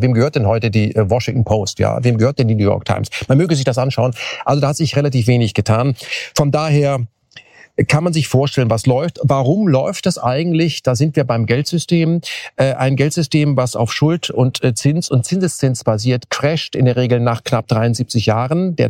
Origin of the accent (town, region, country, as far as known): Germany